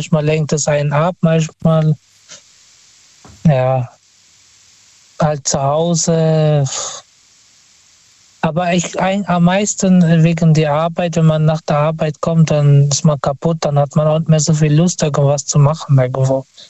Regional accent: Karlsruhe, Baden-Württemberg, Germany; Ich bin aus Karlsruhe.

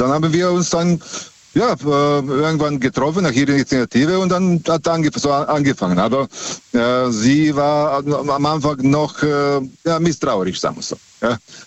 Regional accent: Serbia; ich habe damals, ich komme aus Serbien, und ich habe damals am Busbahnhof gearbeitet.

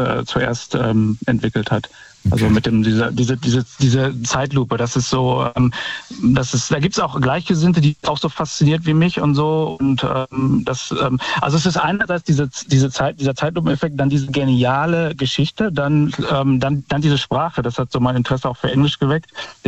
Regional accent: Bad Wünnenberg, North Rhine-Westphalia, Germany

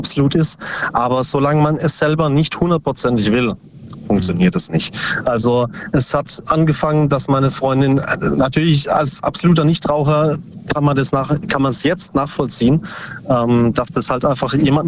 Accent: Bruchsal, Baden-Württemberg, Germany; Aus Upstadt Bayer, nee, Bruchsal.

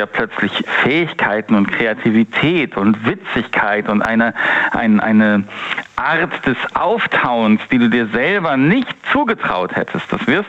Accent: Northern Germany, Germany; Aber sag mal so, ich komme aus Norddeutschland ursprünglich, ne? Und die Norddeutschen pflegen mit knackigen Worten zu sagen, was sie denken.

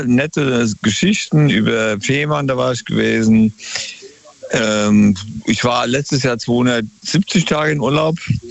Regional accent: Palekastro, Crete, Greece; German is a second language; now in Germany; Und dann am 5. von Athen übersieht auf Kreta, meine Heimat eigentlich, Palikastro.

